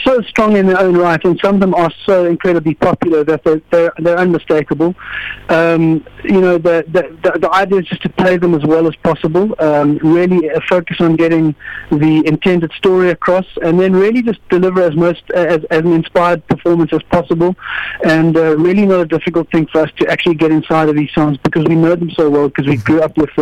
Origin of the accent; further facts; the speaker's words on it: Hout Bay, Western Cape, South Africa; I grew up in Hart Bay, and it was a school holiday, June, July, you know, that classic northwester